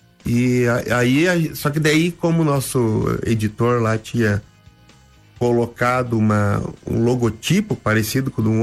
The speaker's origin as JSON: {"language": "Portuguese", "region": "Rio Grande do Sul", "country": "Brazil", "lives_now": "Curitiba, Brazil", "said": "Eu sou gaúcho, vou perder a identidade. Meio bairrista ainda, né? Tu vê, depois virei bairrista curitibano."}